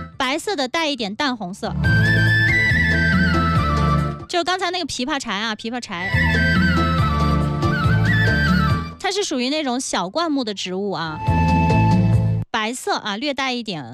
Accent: Qinghai, China

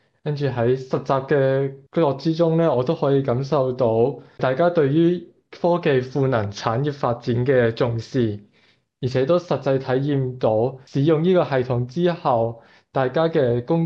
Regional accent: Macau; now in Wuhan, China; 我来自澳门，而家喺武汉大学就读嘅。

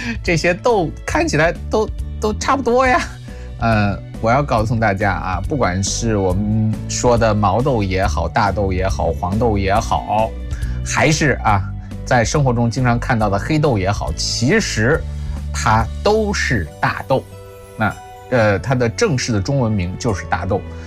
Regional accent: China; 我们中国人

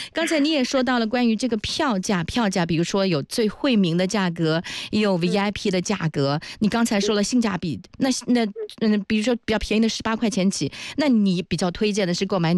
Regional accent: Shaoxing, Zhejiang, China; 因为我是绍兴人

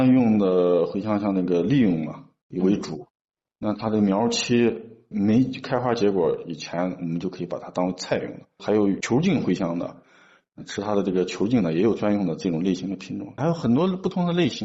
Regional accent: Henan, China; now in Xinjiang, China; 在北京或者在我们河南那边，常吃的有一个香料蔬菜叫茴香

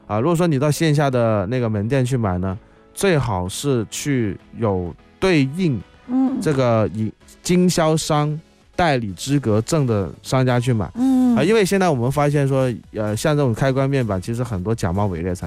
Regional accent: Guangdong, China; 我们广东话

